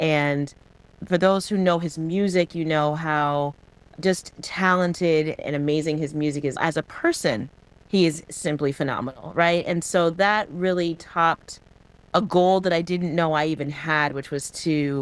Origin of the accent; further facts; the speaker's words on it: Stratford, Connecticut, United States; moved away; also born or lived in New Haven, Connecticut; I grew up in Stratford. I was born Yale New Haven Hospital. Went to Stratford Academy in Worcester and Bunnell High School.